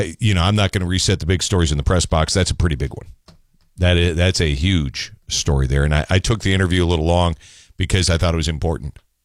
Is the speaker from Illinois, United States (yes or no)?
no; Edina, Minnesota, United States; moved away; I grew up in Edina.